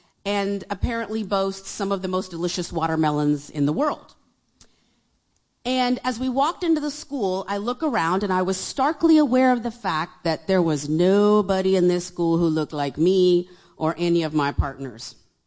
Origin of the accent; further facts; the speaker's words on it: India; oh, I'm originally from India